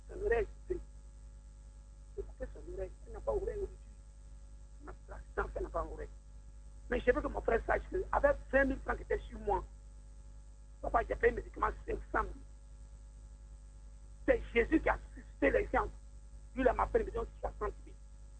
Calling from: Dabou, Lagunes, Côte d’Ivoire; Je vous appelle de Petit Bayen.

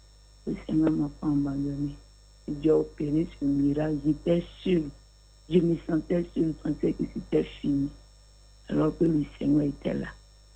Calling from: Abidjan, Côte d’Ivoire; J'appelle de Port-Boué.

